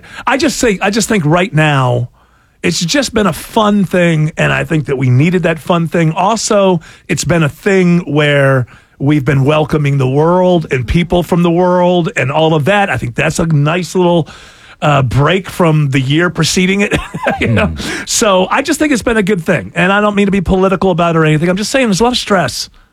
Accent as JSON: {"language": "English", "country": "United States", "said": "I'm an American."}